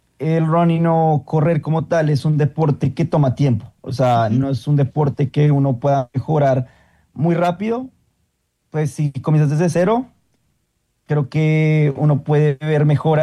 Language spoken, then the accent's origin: Spanish; Bogotá, Colombia; yo que soy rolo, obviamente en Bogotá, conocido como la nevera, no tenemos tanto calor ni tampoco tanta humedad